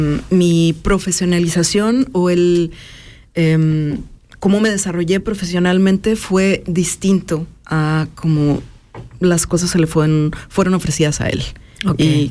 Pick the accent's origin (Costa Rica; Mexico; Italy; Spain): Mexico; northern Mexico; moved away as an adult; also born or lived in United States; now in Europe; Soy mexicana, soy de la frontera norte de México, frontera con Texas, una frontera que para las personas de Latinoamérica es también la frontera entre el sur global y el norte. Es una frontera bastante compleja